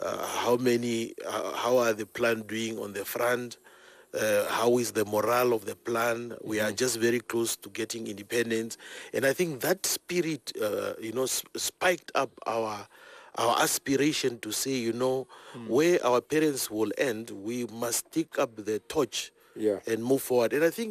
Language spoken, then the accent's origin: English; Angola; also born or lived in East Germany; And you must remember that whilst we're coming from Angola, we were also trained, or we lived into a more socialist setup, a communist setup. So when we went to East Germany, it was even more a communist country.